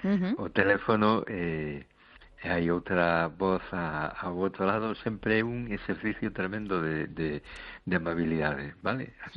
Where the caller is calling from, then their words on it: A Coruña, Galicia, Spain; Hola, buenas noches. … de Coruña.